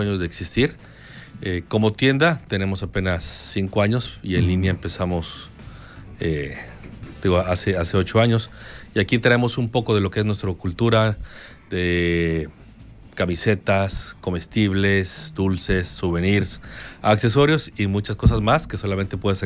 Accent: Mexico; now in San Salvador, El Salvador

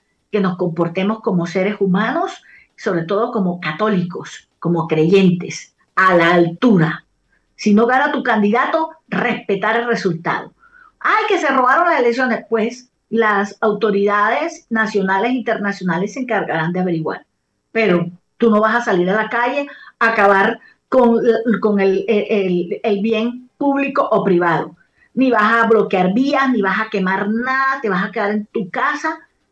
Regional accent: Colombia; also born or lived in Barranquilla

